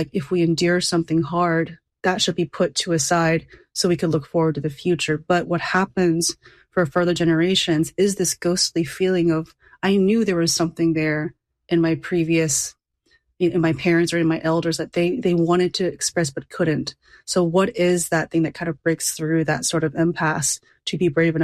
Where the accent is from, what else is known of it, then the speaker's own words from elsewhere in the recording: Sugar Land, Texas, United States; I grew up in Sugar Land. Sugar Land is right next to Missouri City.